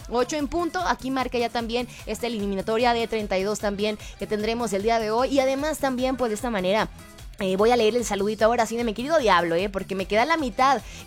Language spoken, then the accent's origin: Spanish; Mexico; pues si somos mexicanos, entonces, oigan, los mexicanos celebramos todo.